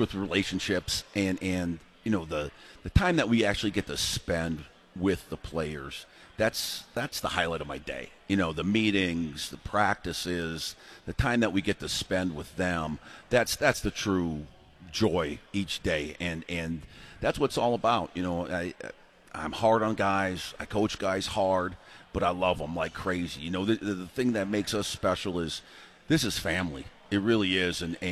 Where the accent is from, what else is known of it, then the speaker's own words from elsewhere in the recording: Wisconsin, United States; I'm from Wisconsin originally, and my mom worked in a cheese factory for 35 years, and my dad drove a railroad train for 45 years.